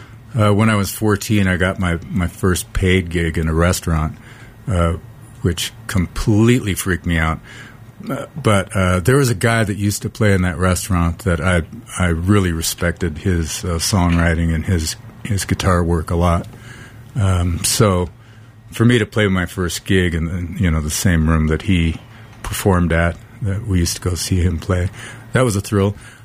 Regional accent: Great Falls, Montana, United States; I grew up in Montana, out on the plains outside of Great Falls. And my dad bought a house it was about a mile from the Missouri River. And it felt really secluded out there.

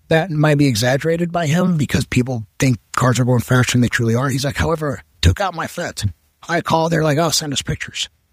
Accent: Roaring Fork Valley, Colorado, United States; first language Spanish; English is a second language; I grew up in the Roaring Fork Valley on the Crystal River Ranch.

